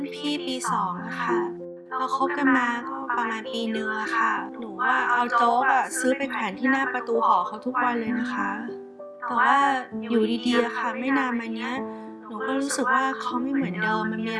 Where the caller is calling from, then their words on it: Bangkok, Thailand; บ้านอยู่อ่อนนุชค